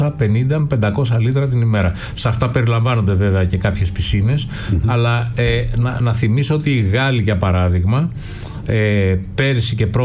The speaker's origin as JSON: {"language": "Greek", "country": "Greece"}